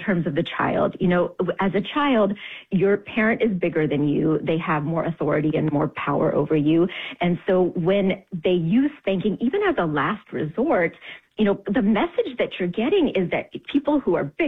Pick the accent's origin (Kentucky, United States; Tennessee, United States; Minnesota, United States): Tennessee, United States; born or raised there